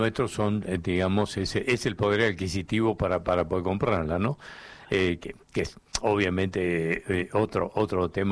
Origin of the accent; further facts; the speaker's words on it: Argentina; los argentinos